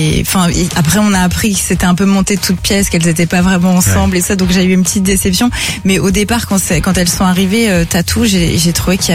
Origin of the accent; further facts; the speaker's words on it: Paris, Île-de-France, France; C'est vrai qu'en tant que parisien, on pense pas.